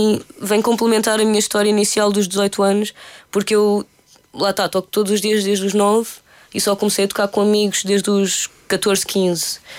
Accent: Lisbon, Portugal; born there; Eu nasci em Lisboa.

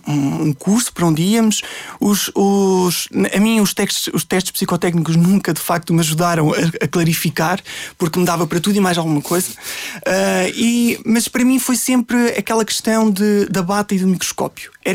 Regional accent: Norte, Portugal; born there; moved away as an adult; now in Lisbon, Portugal; E por isso é que eu digo que sou um lisboeta transmontano. Isto quase que parece uma traição às raízes.

